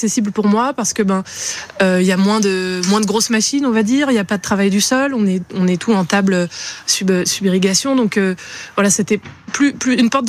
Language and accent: French; Île-de-France, France; je viens de Seine-Saint-Denis et les 25 premières années de ma vie, j'ai pas vraiment vu de terreau.